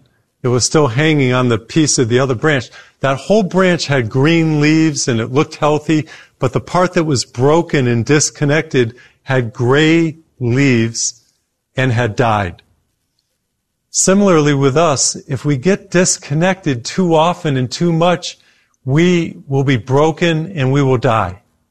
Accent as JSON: {"language": "English", "region": "Texas", "country": "United States", "said": "And my home state of Texas, multi-billion dollar industry, wineries and grapes and wine and vineyards and production."}